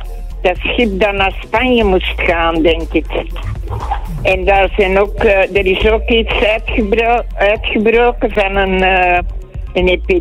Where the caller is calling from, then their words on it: Antwerp, Flanders, Belgium; Antwerpen-Kiel.